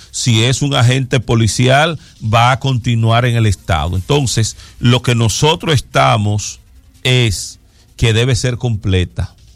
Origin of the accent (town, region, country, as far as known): Dominican Republic